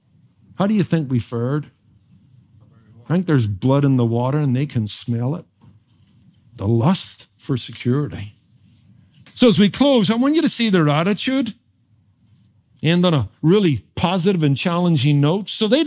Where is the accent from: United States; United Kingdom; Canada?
United Kingdom; Northern Ireland; spent her latter years in my home country of Northern Ireland